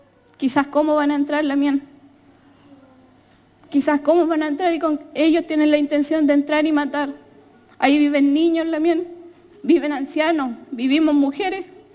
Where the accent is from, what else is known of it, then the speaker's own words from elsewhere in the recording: Temucuicui, Araucanía, Chile; Me siento orgullosa de ser de Temucuicui, pese a todos los catálogos que le han puesto las prensas